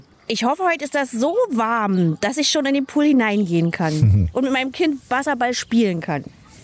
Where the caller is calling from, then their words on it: Großschwechten, Saxony-Anhalt, Germany; ich komme aus Großschwechten